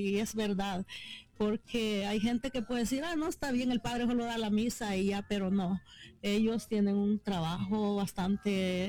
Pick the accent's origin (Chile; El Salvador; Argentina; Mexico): El Salvador; moved away; me acuerdo en mi país, en El Salvador